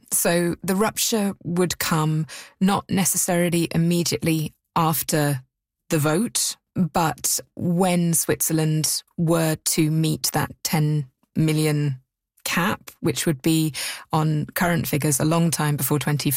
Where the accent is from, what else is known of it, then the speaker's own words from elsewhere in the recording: United Kingdom; Finally, Jessie, as a British person, reading your long-form essay on this in The New Yorker, I had strong feelings of déjà vu.